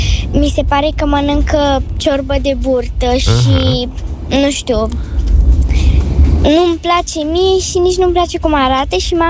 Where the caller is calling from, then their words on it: Bucharest, Romania; din București.